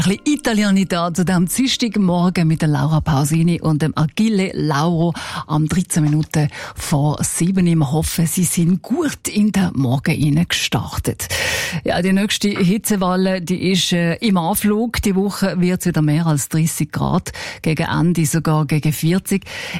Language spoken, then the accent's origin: German; Switzerland; Und bei uns in der Schweiz gibt es ja so ganz eigene Begriffe nicht